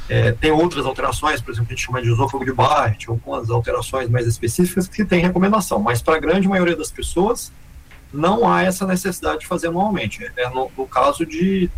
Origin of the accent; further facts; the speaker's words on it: Minas Gerais, Brazil; born there; now in São Paulo, Brazil; Saudade de Minas. Eu tô em São Paulo, mas nasci em Minas.